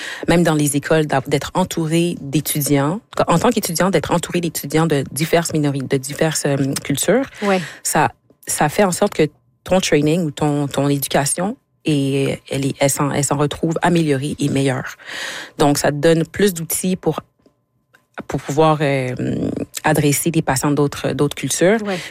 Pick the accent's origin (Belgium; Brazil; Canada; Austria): Canada; Quebec; moved away; Je suis partie du Québec, ça fait